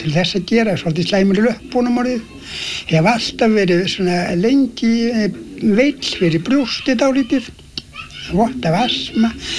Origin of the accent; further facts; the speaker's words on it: Meðalland, Southern Region, Iceland; now in Vestmannaeyjar, Iceland; Nei, ég var uppvaxtar án mín hlutnestir í Meðalandi, fór að búi á 1910 í Meðalandinu, flutti þá að Steinsmýri